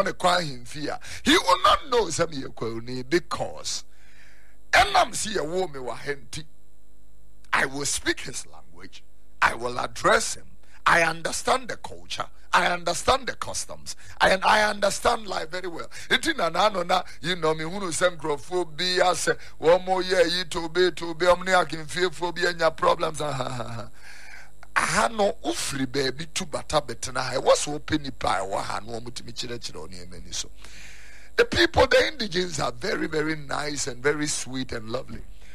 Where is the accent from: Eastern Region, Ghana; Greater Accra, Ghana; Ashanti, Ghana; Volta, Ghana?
Greater Accra, Ghana; Accra; I was born in Accra, so I see myself more as a girl than a queer person.